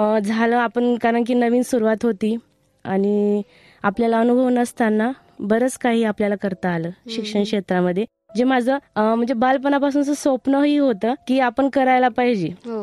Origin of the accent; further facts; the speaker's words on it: Bilgaon, Maharashtra, India; moved away; मी मूळची नंदुरबार जिल्ह्याची, अतिदुर्गम भाग आहे, आदिवासी भाग आहे, बिलगाव हे गाव आहे आणि तालुका धडगाव.